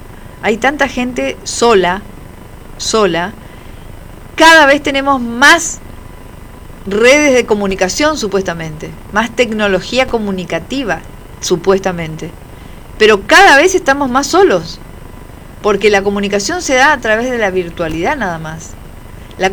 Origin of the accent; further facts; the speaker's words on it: Argentina; así somos los argentinos